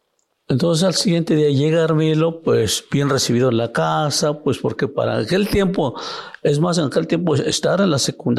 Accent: Oaxaca, Mexico; born there; Spanish is a second language; Te voy a llevar a la ciudad de Oaxaca. Pasé el segundo año de primaria, tercero, no sé cómo pasé, pero ya fui a Oaxaca a estudiar la primaria.

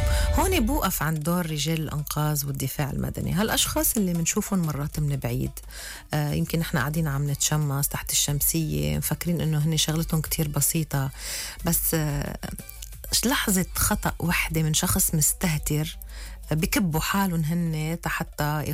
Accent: Lebanon; نحن بلبنان وعنا واحد من أجمل الشواطئ بشرق المتوسط، بس تخيلوا أنا كلبنانية

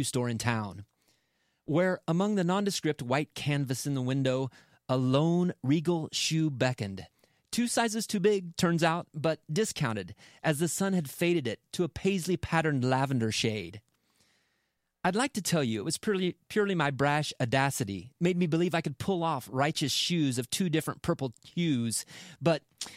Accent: Midwest, United States; I are both Midwestern

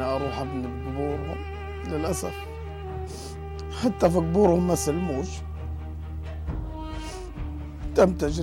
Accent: Palestine; احنا كفلسطينيين عنا العزيمة وعنا القوة إنه نرجع نبدأ حياتنا من جديد

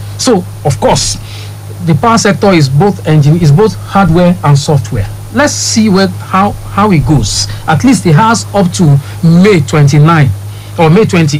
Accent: Nigeria; as a Nigerian

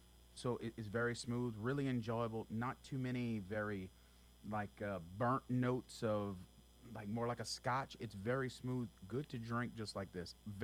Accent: Houma, Louisiana, United States; growing up, I grew up in Terrebonne Parish in Houma, Louisiana.

